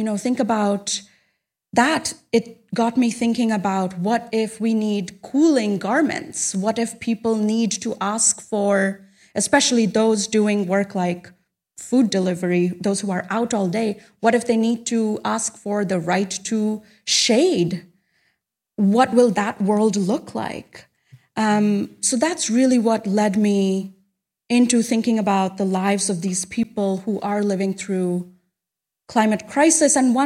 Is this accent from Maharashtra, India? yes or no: no; Kolkata, West Bengal, India; My hometown, Kolkata, is one of the cities in the world which is most profoundly affected by climate change.